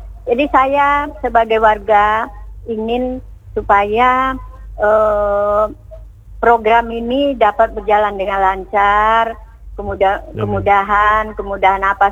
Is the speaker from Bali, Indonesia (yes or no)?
no; Tanjung Pinang, Riau Islands, Indonesia; kami sebagai warga masyarakat Kota Tanjung Pinang sangat mendukung sekali.